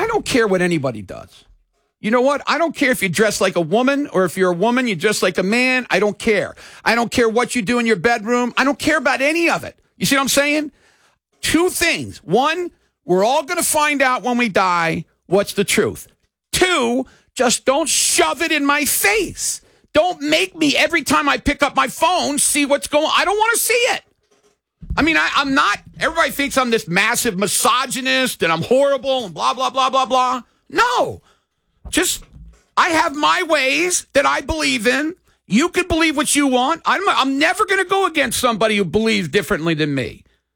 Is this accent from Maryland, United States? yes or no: yes; Maryland, United States; I come down from Maryland, and, you know, wrestling in back in Maryland was not very big, but I knew some of the wrestlers.